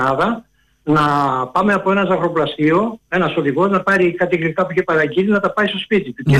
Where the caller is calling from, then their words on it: Piraeus, Attica, Greece; Καλησπέρα … από Πειραιά.